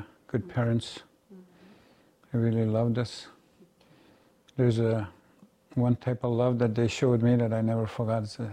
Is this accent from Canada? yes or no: yes; Moose Factory, Ontario, Canada; now in Sudbury, Canada; I was born and raised in Moose Factory, Ontario, up in James Bay.